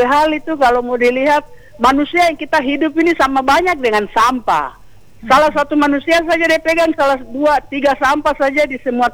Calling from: Sentani, Papua, Indonesia; di Sentani.

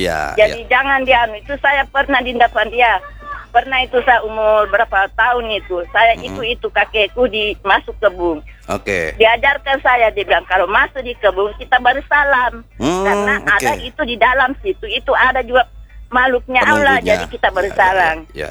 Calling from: Kendari, Southeast Sulawesi, Indonesia; Sulawesi Tenggara, Kendari. Saya di bagian Sindang

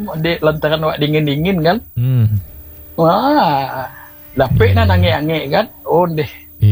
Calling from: Padang, West Sumatra, Indonesia; walaupun kita orang Padang tapi enggak suka pedas juga.

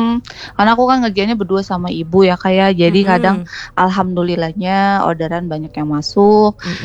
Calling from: Baleendah, West Java, Indonesia; Aku dari Balai Endah.

